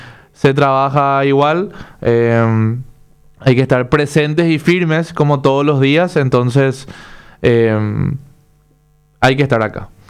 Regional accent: Paraguay

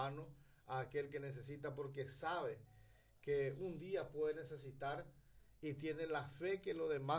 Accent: Paraguay; como paraguayo, como vetense.

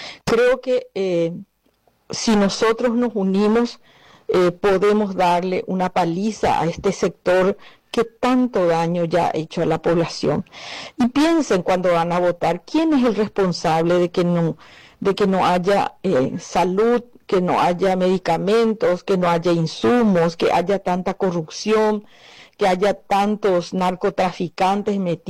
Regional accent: Lambaré, Central, Paraguay; quiero que mis hijos se queden en el Paraguay, quiero ser abuela en el Paraguay. Yo vivo en Lambaré

